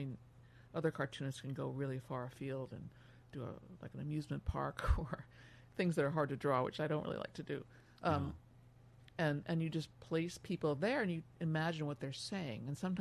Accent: Washington, District of Columbia, United States; I grew up in Washington, D.C. during Watergate, so surrounded by politics

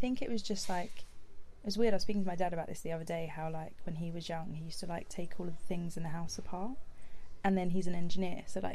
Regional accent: Westerham, South East England, United Kingdom; I am from Kent

